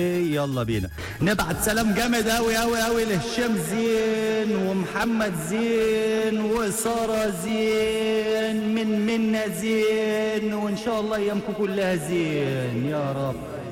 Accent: Alexandria, Alexandria Governorate, Egypt; مساء العسل يا بوب، انا من اسكندرية وعاوزة احلى تحية شروق وندى ودعاء. اعنف واقوى واروع تحية لأهل اسكندرية، حبايب قلبي اسكندرية

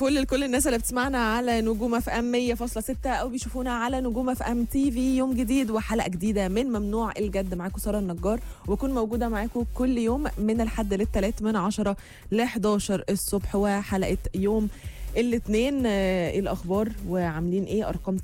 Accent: Egypt; وفي علينا احنا كمصريين وعامة حس كده انه ده حاجة هنفضل فاكرينها كتير جدا.

